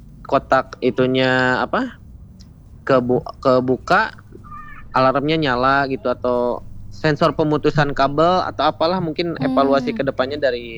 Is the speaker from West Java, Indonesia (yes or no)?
yes; Bandung, West Java, Indonesia; Saya Ujung Berung teh, asli